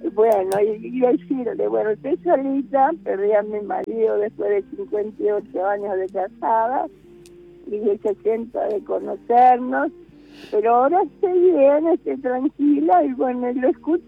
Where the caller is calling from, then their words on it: Carapachay, Buenos Aires Province, Argentina; de Carapachay, de Vicente López.